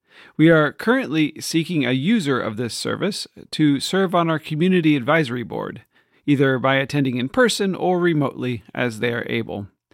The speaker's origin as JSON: {"language": "English", "town": "Rock Island", "region": "Illinois", "country": "United States", "said": "from Rock Island."}